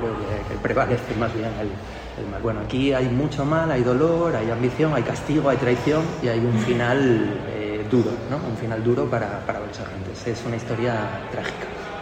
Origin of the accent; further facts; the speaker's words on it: Asturias, Spain; moved away; Yo soy de Pumarín, del barrio Pumarín, aunque vivo fuera hace muchos años.